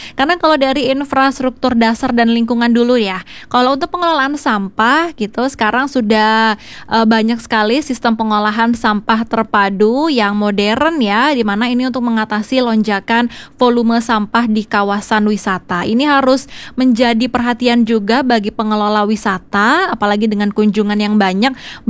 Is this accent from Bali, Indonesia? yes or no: yes; Bali, Indonesia; kita sebagai warga Bali